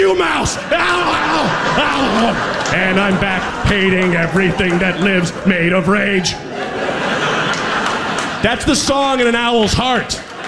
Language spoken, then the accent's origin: English; Oregon, United States; I'm from Oregon